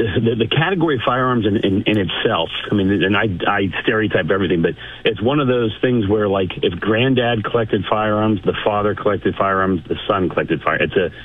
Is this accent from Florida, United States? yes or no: no; Pittsburgh, Pennsylvania, United States; I'm from Pittsburgh. The whole family's from Pittsburgh.